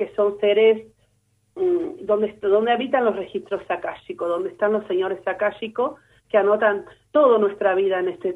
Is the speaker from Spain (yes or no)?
no; Argentina; also born or lived in Brazil; now in Buenos Aires, Argentina; Por eso yo vivo en el monte, yo tengo mi casa en Caballito, yo soy más brasileña que argentina, estoy siempre en Brasil